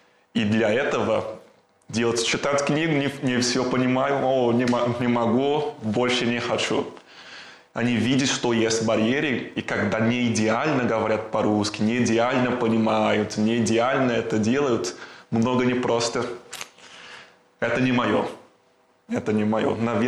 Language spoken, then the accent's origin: Russian; Brazil; Russian is a second language; now in Russia; мне 28 лет, и я из Бразилии.